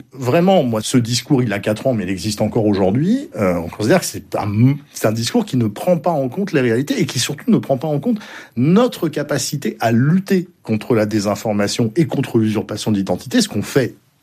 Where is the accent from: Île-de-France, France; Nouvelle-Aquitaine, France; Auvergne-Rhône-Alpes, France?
Nouvelle-Aquitaine, France; Bordeaux; moi je suis bordelais